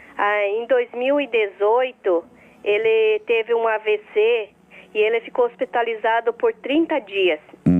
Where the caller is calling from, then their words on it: Ceará, Brazil; Eu falo do lugar do Ceará.